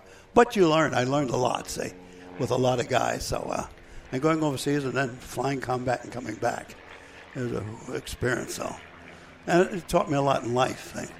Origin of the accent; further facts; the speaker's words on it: Philadelphia, Pennsylvania, United States; Well, I grew up in South Philadelphia.